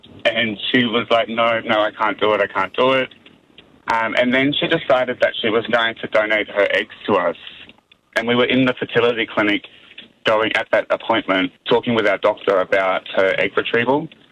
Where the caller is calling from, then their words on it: Australia; my husband's Samoan and I'm Australian